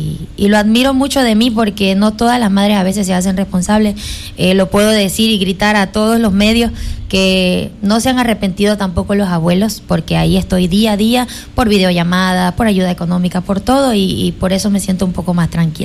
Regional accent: Venezuela; moved away as an adult; now in Ecuador; mi nacionalidad es venezolana. También soy orgullosamente venezolana

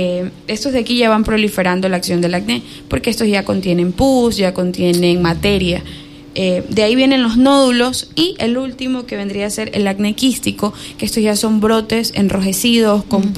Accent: Manabí, Ecuador; mi mamá es del campo, yo soy de Manabí

